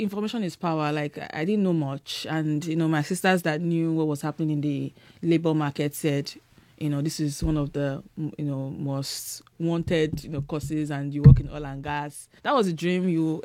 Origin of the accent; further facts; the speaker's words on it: Ibadan, Oyo, Nigeria; born there; moved away; also born or lived in Lagos / Enugu; I was born in Lagos, but my parents, so they moved first from Lagos to Enugu. So my first school was in Enugu before we then moved to Ibadan. It was a chilled, calm, you know, city, Ibadan. You can walk anywhere, you can go anywhere. You're not afraid of like any security or safety issues